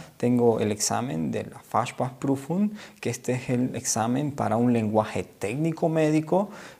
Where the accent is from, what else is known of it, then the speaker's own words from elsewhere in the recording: Bolivia; moved away as an adult; now in Germany; yo vengo de Bolivia